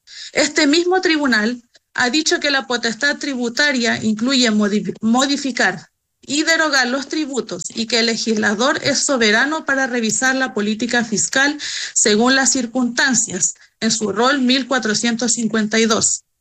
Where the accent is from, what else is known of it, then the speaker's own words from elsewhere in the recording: Chile; now in Alto Hospicio, Chile; pero somos chilenos.